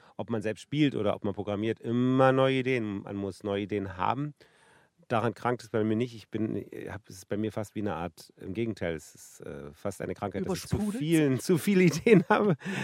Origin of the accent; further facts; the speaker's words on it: Berlin, Germany; Ein Album zu meiner Jugend in Ost-Berlin.